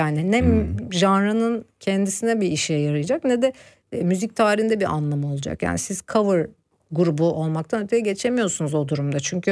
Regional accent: Anatolia, Turkey; orada doğup büyümemiş olsam bu müziği yapabileceğimi de sanmıyorum.

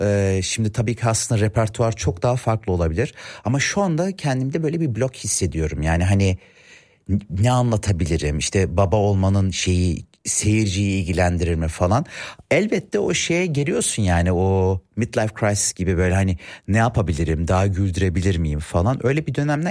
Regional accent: Germany; Annemi Almanya'ya getiriyor. 1970'te evleniyorlar. 71'de annem geliyor. 87'li ben doğumluyum. İki tane büyük abim var. Biri benden 14 yaş büyük. Biri 10 yaş büyük. Yani ben açıkçası pek planda yoktum. Ama aileye güzel bir neşe getirdiğimi düşünüyorum. Burada okula gittim.

